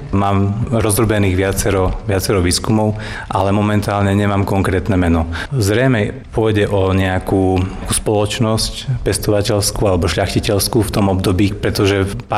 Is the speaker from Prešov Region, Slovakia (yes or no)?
yes; Levoča, Prešov Region, Slovakia; born there; ako Levočan rodený